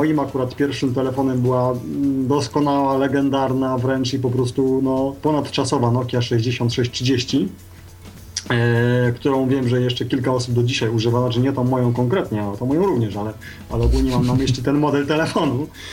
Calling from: Canary Islands, Spain; dzwonię z Wysp Kanaryjskich, czyli z Hiszpanii

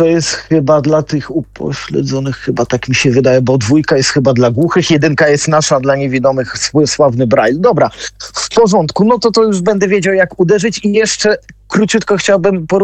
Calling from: Bydgoszcz, Kuyavian-Pomeranian Voivodeship, Poland; u mnie w Bydgoszczy

